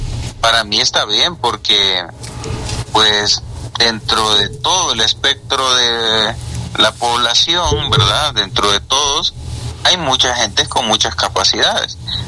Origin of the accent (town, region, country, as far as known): Honduras